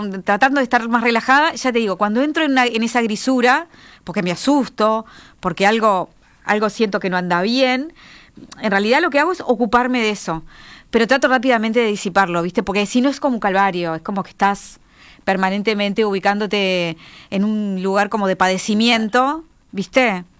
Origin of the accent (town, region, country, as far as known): Uruguay